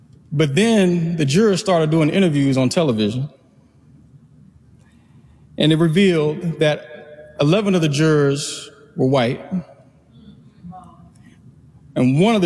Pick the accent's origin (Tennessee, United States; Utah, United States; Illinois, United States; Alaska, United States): Tennessee, United States; If you go back to my home state, it's only 7.3 million people in the whole state. State of Tennessee.